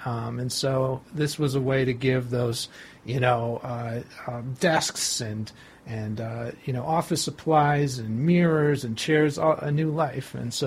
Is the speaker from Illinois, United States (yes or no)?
no; Cortland, New York, United States; In my hometown of Cortland, there's one.